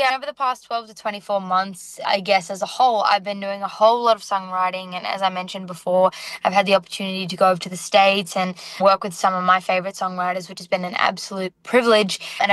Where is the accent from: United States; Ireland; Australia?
Australia